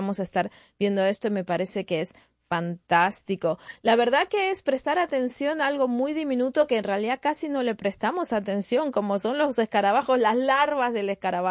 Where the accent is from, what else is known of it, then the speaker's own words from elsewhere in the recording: French Polynesia; Spanish is a second language; Bueno, yo vengo de Tahití. La relación que tenemos en Tahití con la naturaleza, la verdad, es algo que lo vemos día a día.